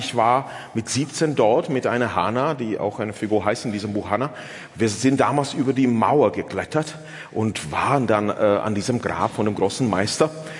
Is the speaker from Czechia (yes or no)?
yes; Bohemian Paradise, Czechia; German is a second language; eine wirklich eine schöne Eisenbahnfahrt durch das böhmische Paradies, so heißt die Gegend, wo ich herkomme. Bekannt für viele tolle Brauereien